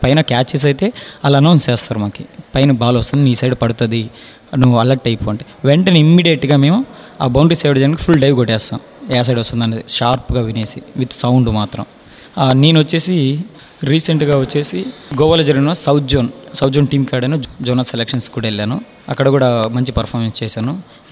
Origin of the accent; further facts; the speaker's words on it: Gangapuram, Andhra Pradesh, India; moved away as an adult; also born or lived in Kadiri; now in Bengaluru, India; మా ఊరు వచ్చేసి కదిరి దగ్గర గంగాపురం అనే విలేజ్, సత్యసాయి డిస్టిక్.